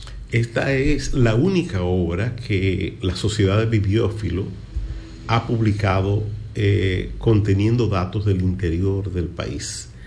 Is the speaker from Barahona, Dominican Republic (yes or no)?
no; La Vega, Dominican Republic; Nuestras vivencias culturales, nuestras tierra, la gastronomía, la Loma de Guaigüí, eso es lo que somos